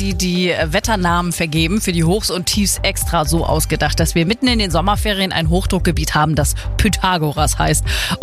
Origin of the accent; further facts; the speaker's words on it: Schleswig-Holstein, Germany; Wir als Schleswig-Holsteiner mit dem Land zwischen den Meeren wissen aber natürlich